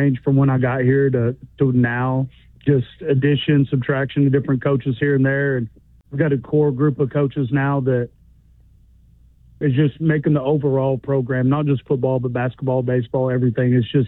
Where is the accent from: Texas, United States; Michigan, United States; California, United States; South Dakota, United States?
Texas, United States; Claude; I'm 44. I'm from Claude, Texas.